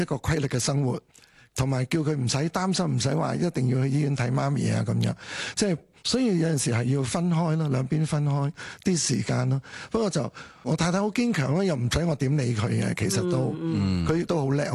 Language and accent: Cantonese; Shunde, Guangdong, China; 因為我係順德人嚟嘅，我煮嘢係別有一手嘅。